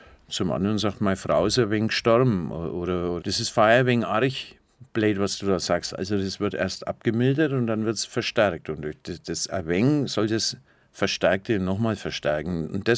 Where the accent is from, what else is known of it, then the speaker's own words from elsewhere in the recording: Bavaria, Germany; accent: Franconian; Und zum anderen wollte ich mich natürlich meiner Heimat, meinem Dialekt, nicht verweigern und habe gleichzeitig auch Fränkisch gesprochen.